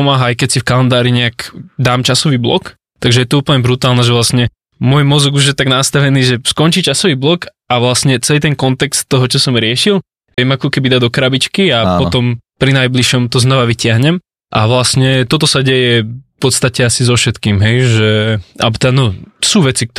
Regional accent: Žilina, Žilina Region, Slovakia; Mám 22 rokov, pochádzam zo Žiliny.

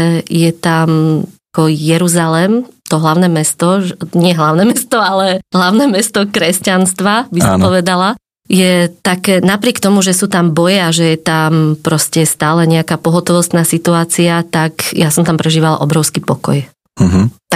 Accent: Trenčín, Trenčín Region, Slovakia; Pochádzam z Považia, konkrétne z Trenčína.

